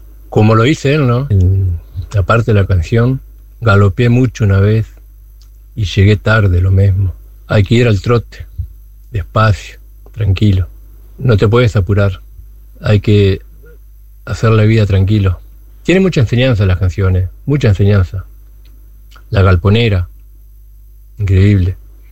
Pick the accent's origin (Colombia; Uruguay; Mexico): Uruguay; Tacuarembó; yo soy de Tacuarembó